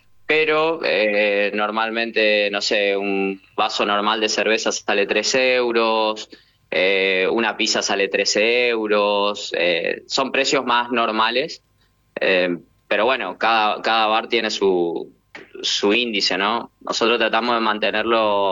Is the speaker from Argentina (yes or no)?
yes; Argentina; now in Madrid, Spain; somos todos argentinos